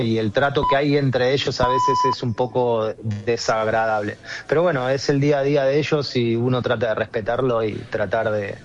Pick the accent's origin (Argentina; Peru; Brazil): Argentina; now in Bangladesh; Cada vez que decís que sos de Argentina, nada, no lo pueden creer, ¿viste?